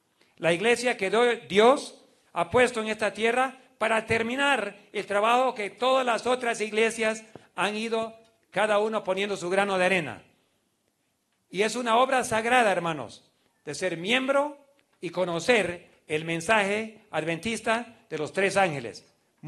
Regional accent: Beni, Bolivia; Estábamos por volver, yo me crié en el Beni.

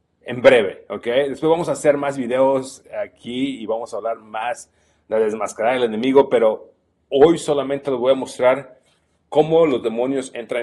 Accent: Chiapas, Mexico; moved away; Yo soy de Chiapas. Tiene muchos años que no vivo en Chiapas, pero he ido a Guatemala.

